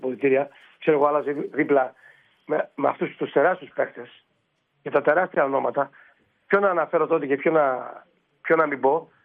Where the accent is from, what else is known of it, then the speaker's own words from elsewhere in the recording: Garypa, Greece; Εμείς τι είχαμε? Μια μπάλα είχαμε. Εγώ στο χωριό μου, τη Γαρύπα. Μια μπάλα είχαμε σε όλο το χωριό.